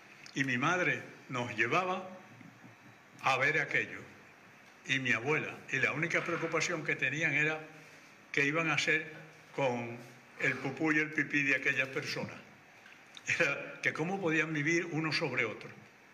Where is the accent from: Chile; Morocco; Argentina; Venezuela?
Venezuela; Maracaibo, Zulia; moved away as an adult; also born or lived in Barcelona; now in Spain; mis tías canarias me criaron a mí. Las primeras cosas que yo hice fueron comidas canarias. Ella tenía en la casa que nosotros vivíamos, era una casa que tenía unos 2.500, 300 metros de parcela. Porque en Maracaibo las casas se construían bien fuera